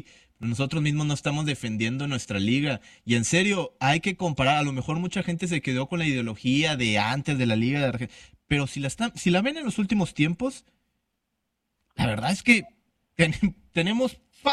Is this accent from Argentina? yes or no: no; Mexico; Y si no alzamos la voz nosotros, que estamos aquí, nosotros que somos mexicanos, pues nadie lo va a hacer por nosotros.